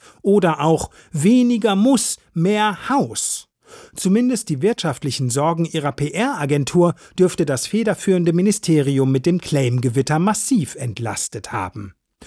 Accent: Plettenberg, North Rhine-Westphalia, Germany; Denken wir nur daran, wie in meiner Heimatstadt Plettenberg, ebenfalls im Sauerland, vor 2 Jahren ein Kakteenverbot in Schulen und Behörden durchgesetzt wurde

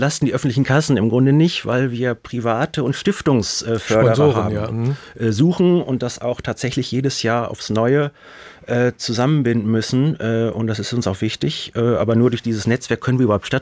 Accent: Essen, North Rhine-Westphalia, Germany; ich komme selber aus Essen

